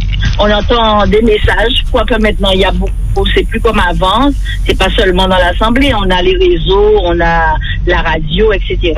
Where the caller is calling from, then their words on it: Guadeloupe; j'habite à Réserve, je suis à Carpentier-Montfort